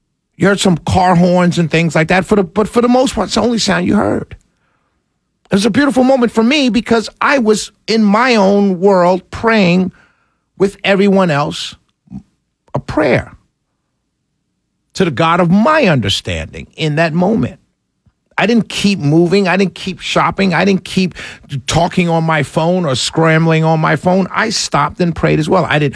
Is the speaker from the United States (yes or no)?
yes; New York City, New York, United States; because I had never experienced it growing up in New York City.